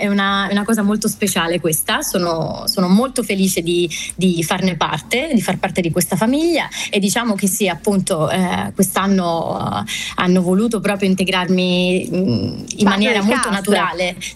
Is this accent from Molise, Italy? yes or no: no; Sardinia, Italy; io sono sarda